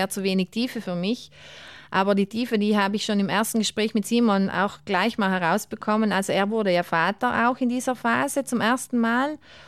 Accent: Ritten, Trentino-Alto Adige, Italy; born or raised there

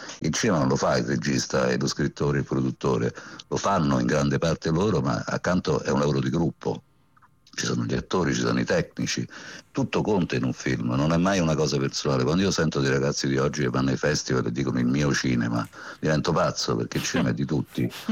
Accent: Rome, Lazio, Italy; Siamo romani

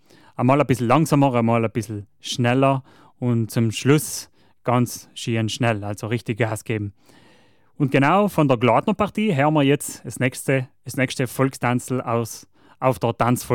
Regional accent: Trentino-Alto Adige, Italy; Bei uns in Südtirol ein sehr beliebter Tanz auf jeden Fall.

